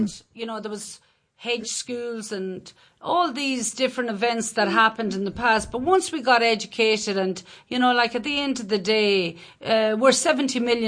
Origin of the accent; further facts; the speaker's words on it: Ireland; as an Irish person, we've gone all over the world